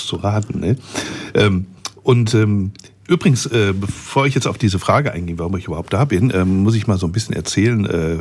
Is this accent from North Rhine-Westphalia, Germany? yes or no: yes; North Rhine-Westphalia, Germany; moved away; ich komme aus dem Ruhrpott